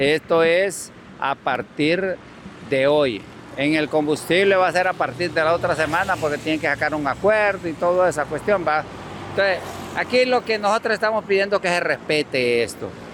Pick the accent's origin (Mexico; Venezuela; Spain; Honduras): Honduras; Somos nosotros los hondureños